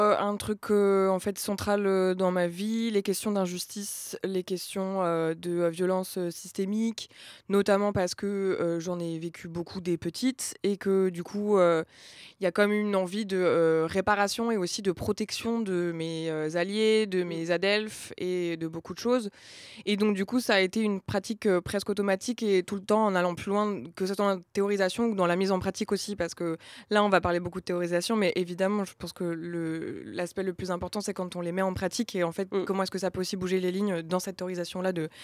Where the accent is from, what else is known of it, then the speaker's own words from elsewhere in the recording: Brittany, France; moved away as an adult; now in Paris, France; je viens d'un milieu populaire. Je viens de Bretagne à la base.